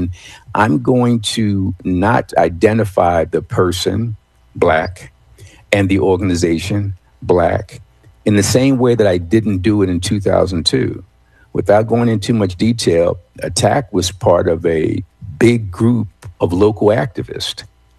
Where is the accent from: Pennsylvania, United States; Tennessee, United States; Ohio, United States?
Pennsylvania, United States; Philadelphia; when I came here back to Philly, born and raised in Philly